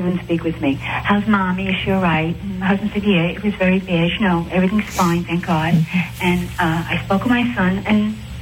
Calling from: Florida, United States

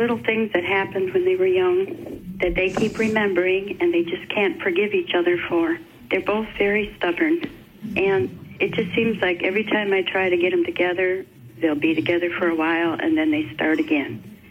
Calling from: Roseville, Michigan, United States; Mother, I'm from Roseville, Michigan.

